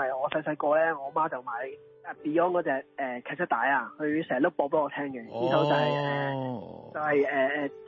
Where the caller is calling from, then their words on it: Canada; 因为我远在加拿大，